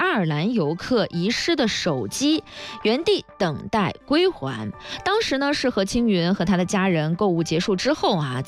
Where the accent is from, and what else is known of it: China